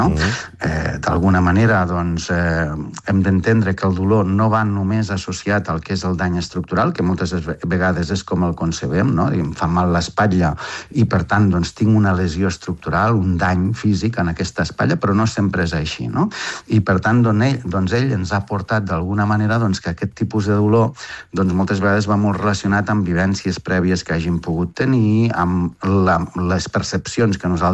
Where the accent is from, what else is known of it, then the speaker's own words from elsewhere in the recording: Balaguer, Catalonia, Spain; also born or lived in Barcelona; sóc d'aquestes que ja no sóc ni de Balaguer ni de Barcelona.